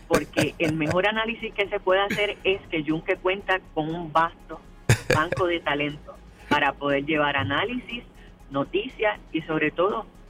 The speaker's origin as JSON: {"language": "Spanish", "country": "Puerto Rico", "said": "por nosotros ser un territorio no incorporado, a pesar de que seamos ciudadanos americanos"}